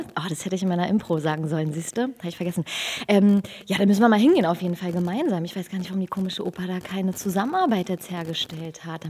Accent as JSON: {"language": "German", "region": "Berlin", "country": "Germany", "tie": "born or raised there", "accent": "Berlinerisch", "said": "ich bin in Hellersdorf aufgewachsen. Mein Vaters Seite, die sind alle Berliner. Also das ist in Blut, in meinem Blut drin"}